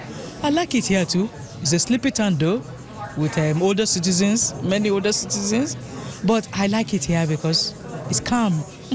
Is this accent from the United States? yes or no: no; Nigeria; moved away as an adult; also born or lived in Edmonton, Canada; now in Regina, Canada; I'm from Nigeria, but I'm now in Regina.